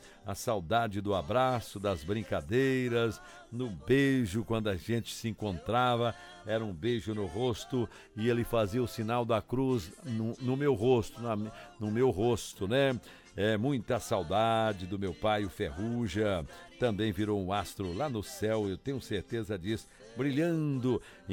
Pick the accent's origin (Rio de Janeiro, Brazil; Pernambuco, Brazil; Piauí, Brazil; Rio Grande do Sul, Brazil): Piauí, Brazil; Vim do Piauí.